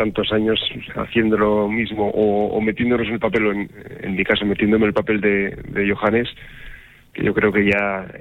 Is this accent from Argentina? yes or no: no; Bargota, Navarre, Spain; A mí siempre me han hablado cuando le decías, ¿de dónde eres? De Bargota. Hombre, el pueblo del Brujo.